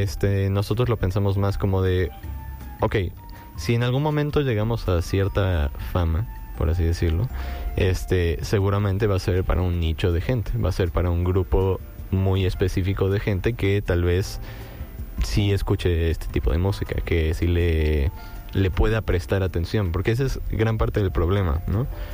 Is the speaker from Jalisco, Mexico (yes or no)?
no; Mexico City, Mexico; Yo soy de Xochimilco.